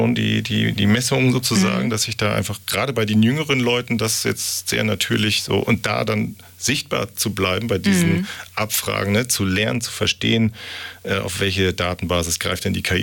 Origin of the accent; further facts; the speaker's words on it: Hamburg, Germany; nehmen wir auch als Hamburgerin wiederum viel mit.